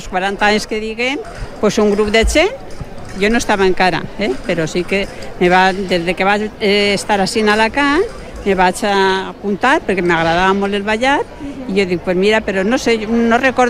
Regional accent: Valencia, Valencian Community, Spain; moved away as an adult; now in Alicante, Spain; jo sóc de València capital

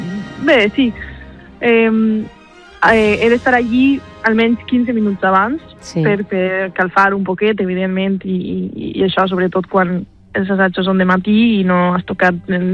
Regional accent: Alzira, Valencian Community, Spain; now in Graz, Austria; jo sempre dic que com vinc d'Alzira, que és una ciutat, però no és una ciutat molt gran, que encara té un poc de sentiment de poble

